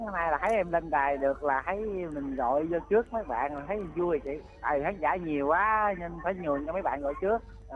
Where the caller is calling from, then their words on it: Dong Thap, Vietnam; từ Đồng Tháp mình đó